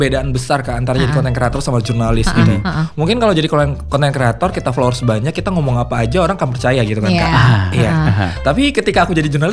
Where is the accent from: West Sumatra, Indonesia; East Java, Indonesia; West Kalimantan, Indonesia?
West Sumatra, Indonesia; Padang; now in Jakarta, Indonesia; aku kan aslinya dari Padang gitu. Dari Padang